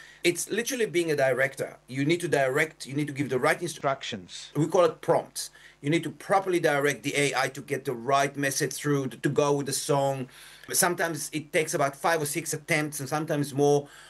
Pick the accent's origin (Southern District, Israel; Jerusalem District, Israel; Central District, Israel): Southern District, Israel; Yad Mordechai; moved away as an adult; now in Australia; Well, I was born in Israel in 1964. I grew up in Kibbutz Yad Mordechai, the 1982 Lebanon War, which really affected me and made me think differently about who I am and what I am as a Jewish Israeli. I migrated to Australia in 1987